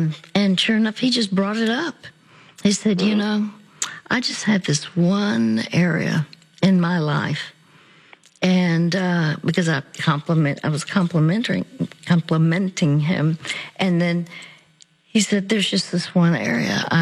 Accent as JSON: {"language": "English", "town": "Dallas", "region": "Texas", "country": "United States", "said": "and they would come to Dallas. I'm from Dallas."}